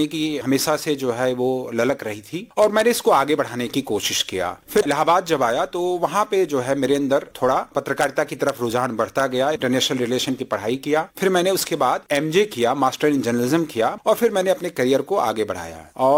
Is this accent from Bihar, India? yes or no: no; Jaunpur district, Uttar Pradesh, India; moved away; also born or lived in Allahabad; मेरी प्रारंभिक शिक्षा जौनपुर जिले से हुई है, वहाँ पे मेरा गाँव है बिलकथुआ